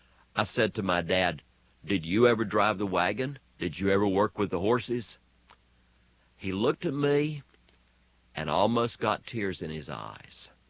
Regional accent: North Carolina, United States; as a little boy growing up in the North Carolina mountains

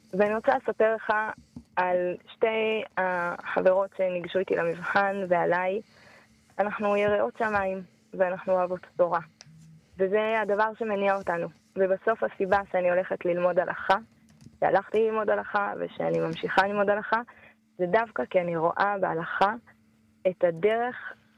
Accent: Beit El, West Bank, Palestine; ודווקא אני מרגישה שאני לא מורדת במקום שגדלתי בו

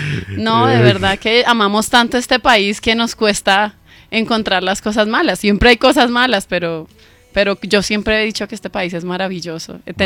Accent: Bogotá, Bogotá Capital District, Colombia; Somos rolos.

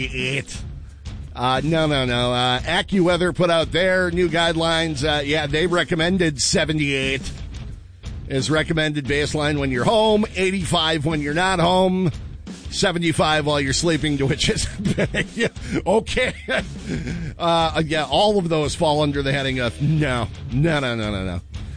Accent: United States; Because I'm an American.

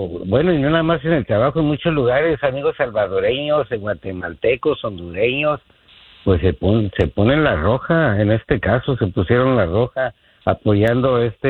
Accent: Mexico; now in United States; la mayoría que trabajan ahí hispanos son centroamericanos. Uh-huh. Somos pocos los mexicanos.

